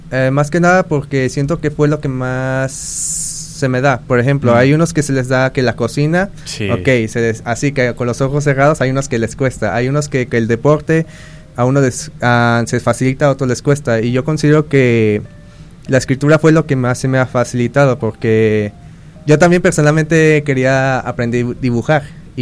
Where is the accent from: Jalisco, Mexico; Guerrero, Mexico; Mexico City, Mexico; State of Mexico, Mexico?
Jalisco, Mexico; Guadalajara; born there; also born or lived in United States / Ahuatlán; now in Bahía de Banderas, Mexico; He venido de muchas partes. Por ejemplo, nací en Guadalajara. Después me vine a Estados Unidos. Viví un tiempo en Ahuatlán y ya tengo mis años en Bahía de Banderas.